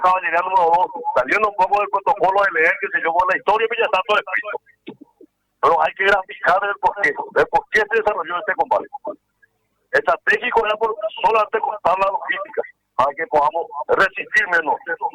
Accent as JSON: {"language": "Spanish", "country": "Paraguay"}